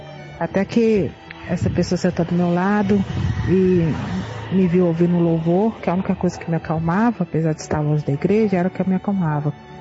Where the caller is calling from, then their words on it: Belo Horizonte, Minas Gerais, Brazil; sou de BH.